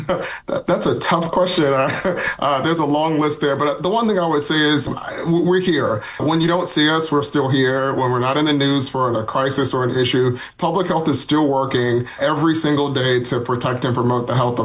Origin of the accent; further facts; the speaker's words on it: Richmond, Virginia, United States; Certainly being a young kid growing up in Richmond, Virginia, and just seeing firsthand in my own family and those that I went to school with, the differences in health outcomes